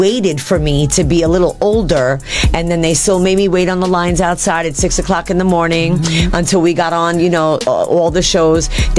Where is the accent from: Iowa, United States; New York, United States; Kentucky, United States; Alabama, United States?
New York, United States; I'm from Jamaica Avenue, that train stop, 169. So right where, you know … all them grew up.